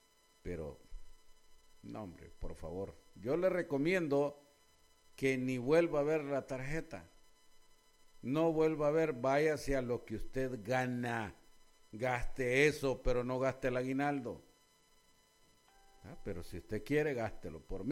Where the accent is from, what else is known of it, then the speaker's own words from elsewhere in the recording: El Salvador; conociendo a mi pueblo, conociendo al salvadoreño